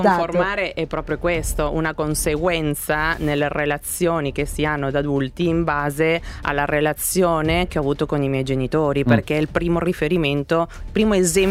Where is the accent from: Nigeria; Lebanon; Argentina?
Argentina; now in Italy; sono argentina